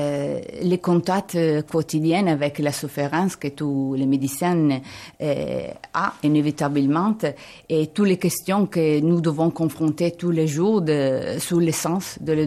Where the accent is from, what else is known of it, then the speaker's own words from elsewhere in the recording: Italy; Oui, je suis italienne